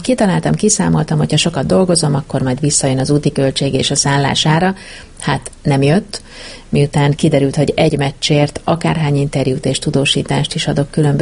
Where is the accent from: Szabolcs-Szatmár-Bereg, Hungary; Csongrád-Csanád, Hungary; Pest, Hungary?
Pest, Hungary; Százhalombatta; amikor szülővárosomban Százhalombattán rendezték a Magyar Kupa 4-es döntőt